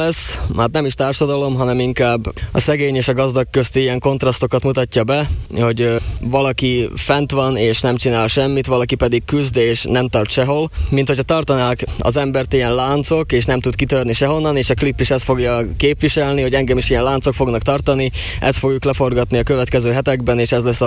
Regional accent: Nové Zámky, Nitra Region, Slovakia; born or raised there

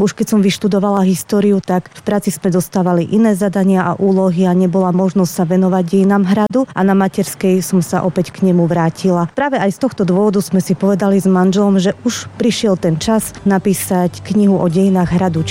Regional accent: Vranov nad Topľou, Prešov Region, Slovakia; Ja som rodená Vranovčanka.

